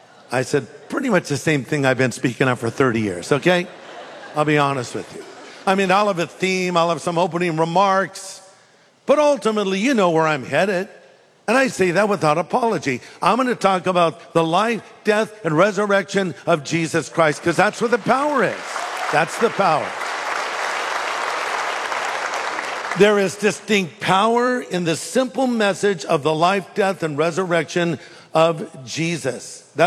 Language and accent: English; California, United States; I'm from California.